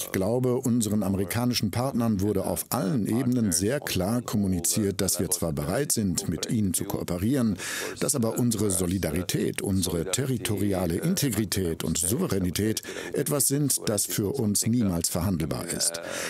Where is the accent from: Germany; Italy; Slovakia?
Slovakia; Und Sie verstehen, ich komme aus der Slowakei, ich weiß, wie wichtig die Automobilindustrie ist.